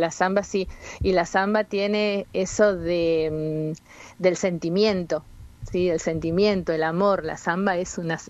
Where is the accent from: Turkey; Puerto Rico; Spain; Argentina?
Argentina; Córdoba; now in Puerto Madryn, Argentina; yo soy de Córdoba, hace muchísimos años que estoy viviendo en Madryn